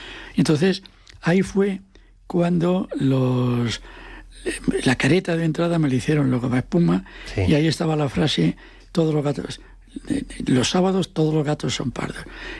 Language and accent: Spanish; Asturias, Spain; Como yo soy asturiano, digo, ¿de dónde?